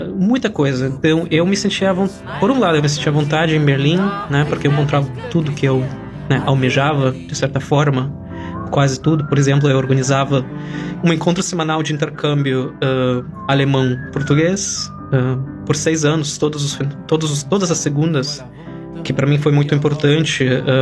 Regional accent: Transnistria, Moldova; born there; first language Russian; Portuguese is a second language; moved away; família toda nasceu na Moldávia, alguns na Bessarábia, que é a parte da Moldávia atual, outros na Transnistria, que é onde eu nasci, que é essa região separatista, né? Nós em casa falávamos russo

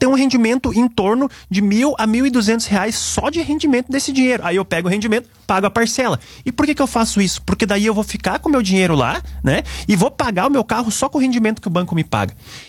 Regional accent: Nova Petrópolis, Rio Grande do Sul, Brazil; pelo menos na minha terra, aqui em Nova Petrópolis, né, não nasce dinheiro em árvore.

